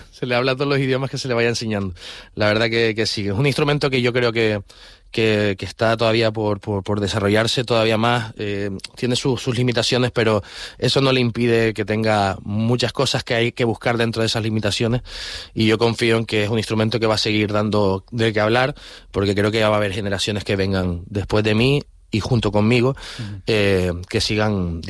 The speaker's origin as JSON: {"language": "Spanish", "region": "Canary Islands", "country": "Spain", "said": "Y siempre juntándose con de donde yo vengo y de lo que yo he mamado, ¿no? Es decir, tanto de la música del folclore canario"}